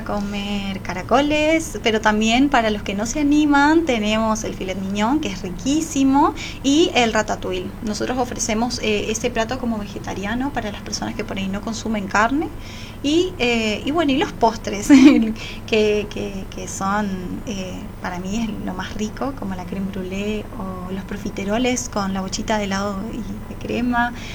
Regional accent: Leandro N. Alem, Misiones, Argentina; mi ciudad, Alem

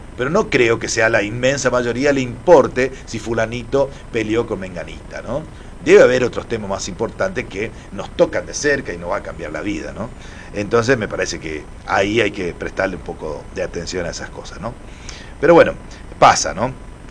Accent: Misiones, Argentina; a nosotros los misioneros

